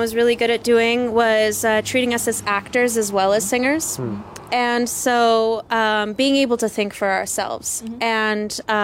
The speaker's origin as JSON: {"language": "English", "town": "Saskatoon", "region": "Saskatchewan", "country": "Canada", "said": "I'm from Saskatoon."}